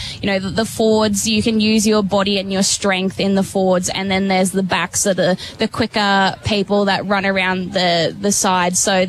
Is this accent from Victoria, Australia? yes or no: no; Queensland, Australia; now in Tasmania, Australia; So I grew up in Queensland